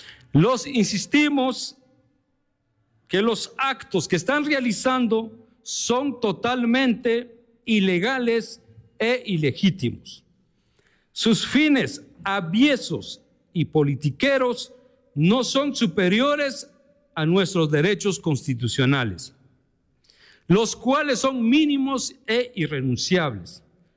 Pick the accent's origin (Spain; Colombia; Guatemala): Guatemala; Sololá; nuestro bello departamento de Sololá